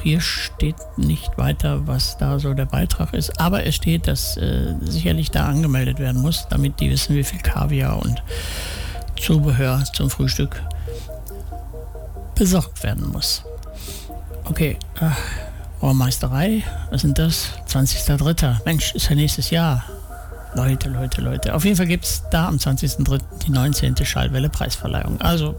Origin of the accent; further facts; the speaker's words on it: Gladbeck, North Rhine-Westphalia, Germany; als ich jetzt die Tage durch meine Heimatort Gladbeck gewandert bin